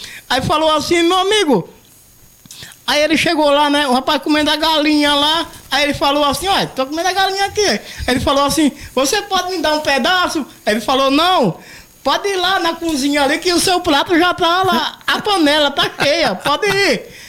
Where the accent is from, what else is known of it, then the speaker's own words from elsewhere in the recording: Penedo, Alagoas, Brazil; accent: Northeastern; moved away; also born or lived in São Paulo; Sou penedense.